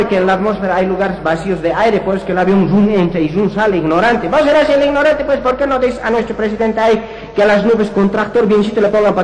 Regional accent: Bolivia

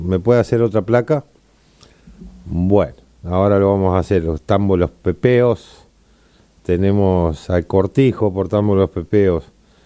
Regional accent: Uruguay; no somos de San José, pero sí somos uruguayo como el agujero del mate

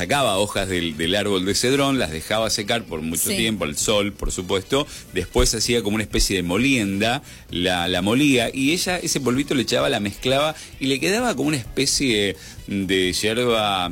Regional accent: Argentina; pero somos argentinos del mate, obviamente de base

